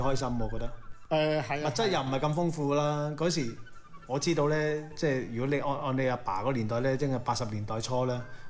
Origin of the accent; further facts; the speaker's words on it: Guangzhou, Guangdong, China; 我喺廣州長大咧